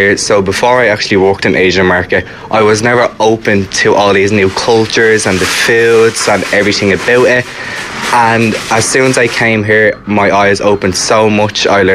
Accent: Clondalkin, Leinster, Ireland; I'm originally from Ireland, Dublin, in a little town called Clondalkin.

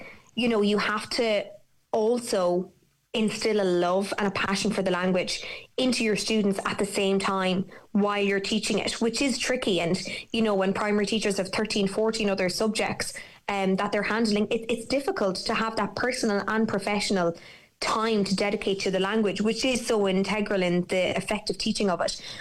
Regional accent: Midlands, Ireland; Growing up in the Midlands, Irish was a school subject. I went to an all-English school. I did maybe 20, 30 minutes of an Irish lesson a day, but I didn't understand the context of the language

